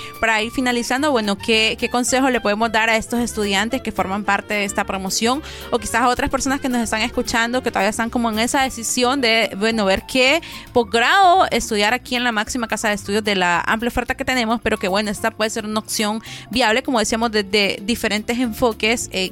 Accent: Honduras; nosotros como hondureños

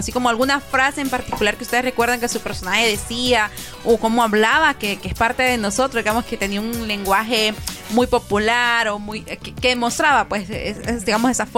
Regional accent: Honduras; qué ven ustedes que es lo que nos identificaría a nosotros como hondureños, como centroamericanos?

